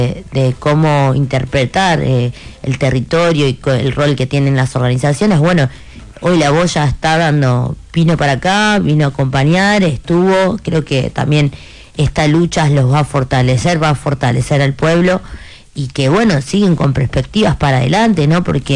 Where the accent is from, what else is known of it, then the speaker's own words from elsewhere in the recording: Argentina; que se pueda seguir con la seguridad tan importante que nosotros tenemos como argentinos